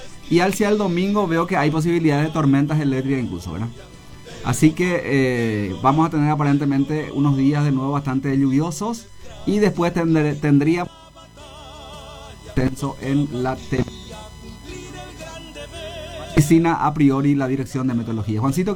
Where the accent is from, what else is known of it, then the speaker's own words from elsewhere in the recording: Paraguay; ¿Cuáles hoy tenemos que lidiar como paraguayos?